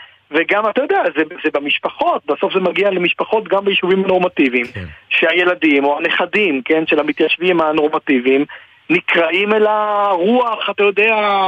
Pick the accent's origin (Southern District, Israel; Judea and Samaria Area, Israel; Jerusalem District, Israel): Judea and Samaria Area, Israel; אני זוכר את המסיק הראשון שלי כילד בשומרון